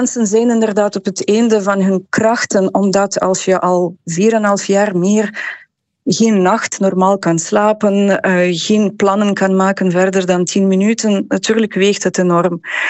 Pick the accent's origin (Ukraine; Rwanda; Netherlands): Ukraine; moved away; ik ben zelf een Oekraïense, inderdaad, ben al lang hier